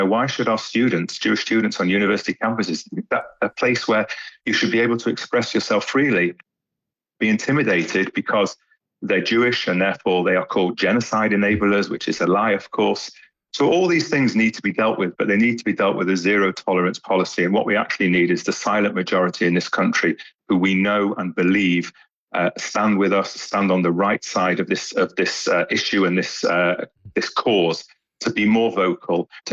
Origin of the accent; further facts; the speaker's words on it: United Kingdom; We are proud British citizens. Our British identity and our Jewish identity sit comfortably alongside each other.